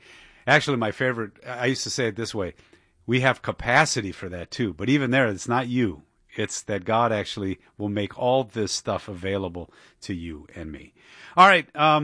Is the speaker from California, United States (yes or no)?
no; Dearborn, Michigan, United States; my hometown of Dearborn